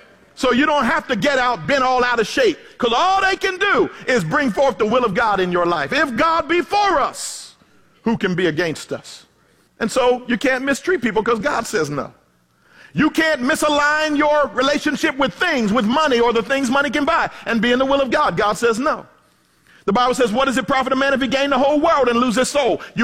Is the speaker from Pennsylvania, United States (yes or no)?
yes; Philadelphia, Pennsylvania, United States; born or raised there; now in California, United States